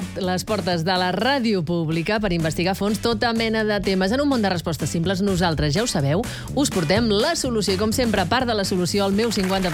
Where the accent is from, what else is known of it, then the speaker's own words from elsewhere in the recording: Catalonia, Spain; No siguis modest, que no es noti que som catalans avui.